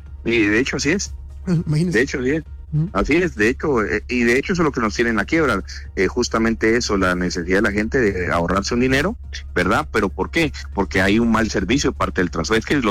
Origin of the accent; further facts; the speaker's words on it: Guatemala; único que no es rígido son los costos de los extranjeros que nos imponen aquí a los guatemaltecos, y somos los guatemaltecos los que pagamos las utilidades de estos extranjeros que vienen aquí a Guatemala